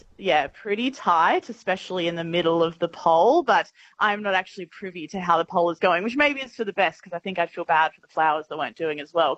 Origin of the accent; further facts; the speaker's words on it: Bunbury, Western Australia, Australia; I grew up in Bunbury, in kind of between Bunbury and Busselton, and I was surrounded by the most amazing bushland ever.